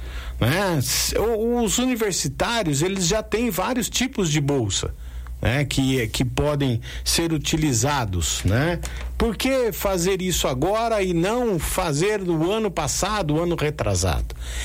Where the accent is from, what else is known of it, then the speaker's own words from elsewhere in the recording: Brazil; Eu sou brasileiro.